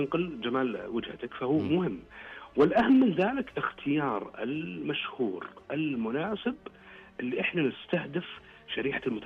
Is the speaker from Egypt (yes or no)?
no; Saudi Arabia; بالنسبة لنا إحنا عندنا في السعودية